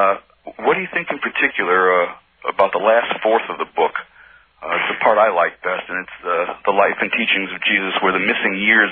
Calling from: Philadelphia, Pennsylvania, United States; Yes, I'm calling from Philadelphia.

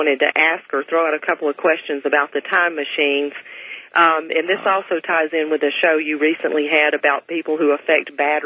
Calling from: Atlanta, Georgia, United States; from Atlanta, Georgia.

